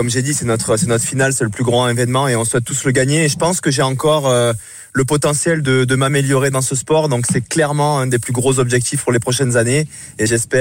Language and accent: French; Cavaillon, Provence-Alpes-Côte d'Azur, France; Ouais, je suis né à Cavaillon, ouais, voilà. J'ai grandi à Cavaillon.